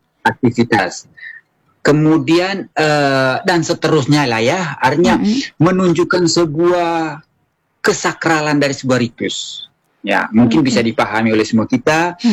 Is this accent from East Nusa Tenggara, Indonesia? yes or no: yes; East Nusa Tenggara, Indonesia; Oke, kalau selaku orang Manggarai, bagi orang-orang tua, memang dia pahami bahwa ada aturan-aturan khususnya.